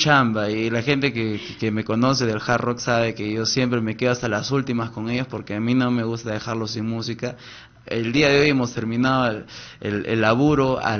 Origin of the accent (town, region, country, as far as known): Huánuco, Peru